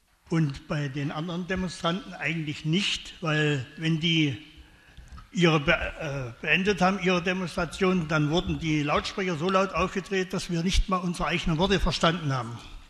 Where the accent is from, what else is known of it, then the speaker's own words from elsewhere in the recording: Wolfen, Saxony-Anhalt, Germany; ich komme aus Wolfen, die Pappelgasse 7.